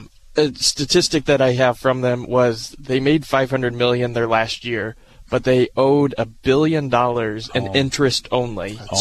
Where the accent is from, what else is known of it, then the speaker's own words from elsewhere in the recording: Bloomington, Illinois, United States; moved away as an adult; now in Springfield, United States; So I actually was born and raised in Bloomington Normal.